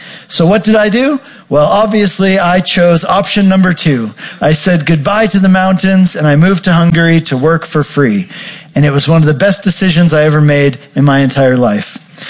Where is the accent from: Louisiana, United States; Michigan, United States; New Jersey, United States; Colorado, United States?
Colorado, United States; I grew up in Colorado.